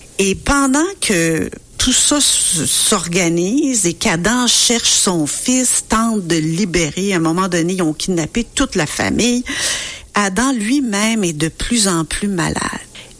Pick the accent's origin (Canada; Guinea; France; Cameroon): Canada; Quebec